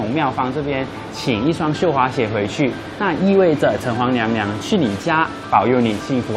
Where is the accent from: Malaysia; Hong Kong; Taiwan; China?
Malaysia; 我本身是马来西亚的学生。